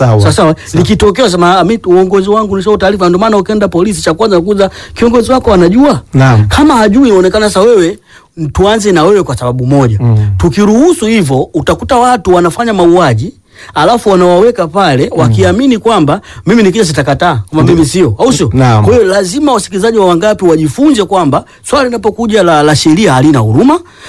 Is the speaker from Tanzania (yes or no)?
yes; Lindi, Tanzania; Mimi nimetoka zangu bana Lindi, lakini nimekuja hapa, mimi sina ndugu.